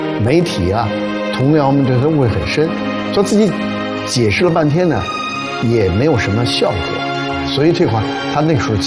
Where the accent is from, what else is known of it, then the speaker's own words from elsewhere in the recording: Shandong, China; 我们山东人他叫老娘。